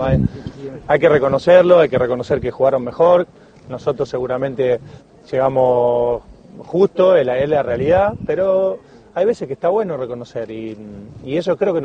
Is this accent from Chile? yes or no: no; Argentina; creo que con nosotros como argentinos tenemos que reconocer a veces que el rival juega